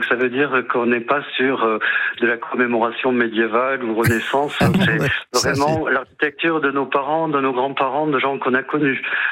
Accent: Toulouse, Occitanie, France; Je suis toulousain, donc je parle sans crainte.

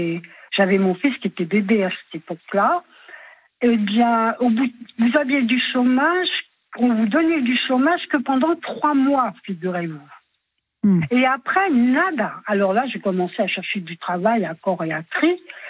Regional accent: Switzerland; accent: Swiss; je parle avec l'accent suisse. Et c'est vrai en plus, parce que j'ai pu me faire chambrer dans ma vie avec ça.

